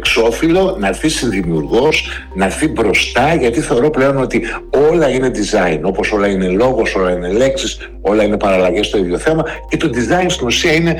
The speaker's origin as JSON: {"language": "Greek", "town": "Xanthi", "region": "Eastern Macedonia and Thrace", "country": "Greece", "tie": "born or raised there", "said": "στα μέσα του 70 μεγαλώνουμε σε μία πόλη που έχουμε δύο θεούς, έναν ανατολικό και έναν δυτικό, έτσι, έναν ορθόδοξο και έναν μονθανικό."}